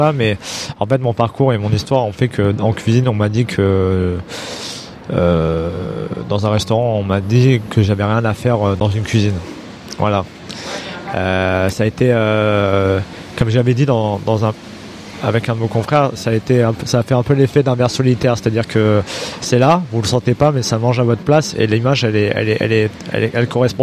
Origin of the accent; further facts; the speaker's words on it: Lyon, Auvergne-Rhône-Alpes, France; Je suis lyonnais, je suis très fier de l'être, je suis très chauvin par définition.